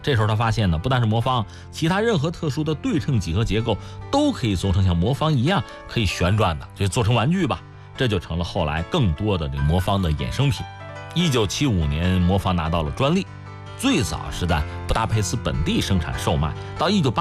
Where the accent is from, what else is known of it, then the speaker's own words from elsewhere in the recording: China; 包括我们中国人。